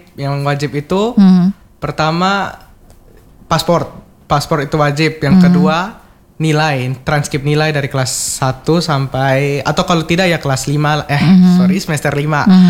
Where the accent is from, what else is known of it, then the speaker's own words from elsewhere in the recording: Alor, East Nusa Tenggara, Indonesia; apalagi kalian yang dari NTT, saya asli NTT, orang alor, itu saya saja bisa lolos